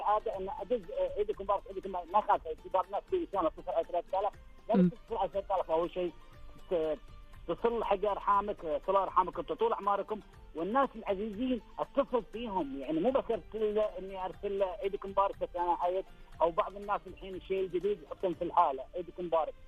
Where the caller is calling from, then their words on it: Kuwait; انا اكلمك من الكويت